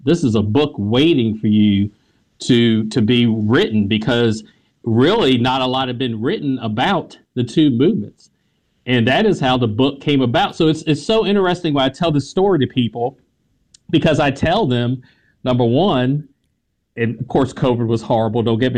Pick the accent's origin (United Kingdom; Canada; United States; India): United States; the South; accent: Southern; they, of course, heard my Southern accent. They knew I wasn't from there. They knew I was American.